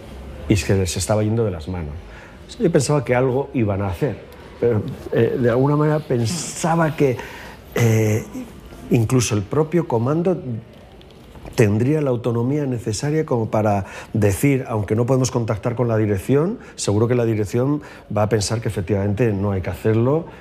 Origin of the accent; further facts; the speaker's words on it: Irún, Basque Country, Spain; Yo soy de allí también, soy de Irún.